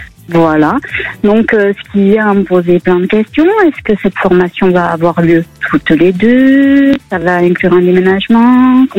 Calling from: Occitanie, France

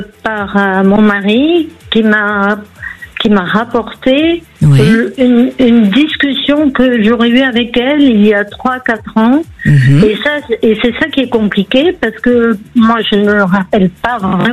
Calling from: Landes, Nouvelle-Aquitaine, France; Je vous appelle des Landes.

